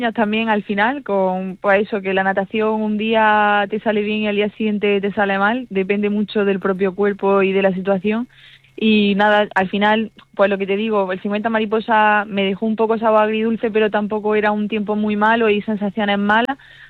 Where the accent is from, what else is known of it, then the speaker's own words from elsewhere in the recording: Motril, Andalusia, Spain; un orgullo de poder representar pues de donde eres, de llevar el nombre de pues Calchuna, Calahonda, Motril, Granada, a cualquier lado